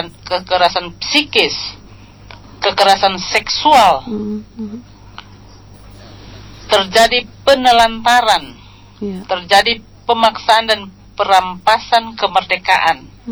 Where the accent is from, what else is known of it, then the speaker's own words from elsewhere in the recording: Kupang, East Nusa Tenggara, Indonesia; kalau bahasa kita orang Kupang